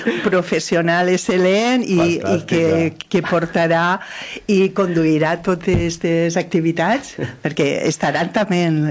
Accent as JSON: {"language": "Catalan", "town": "Alcoy", "region": "Valencian Community", "country": "Spain", "tie": "born there", "said": "jo soc nascuda en Alcoi, però bueno, també Dénia per a mi també és una segon poble."}